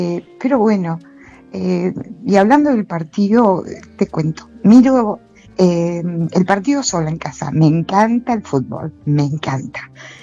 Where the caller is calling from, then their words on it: Avellaneda, Buenos Aires Province, Argentina; yo soy de Avellaneda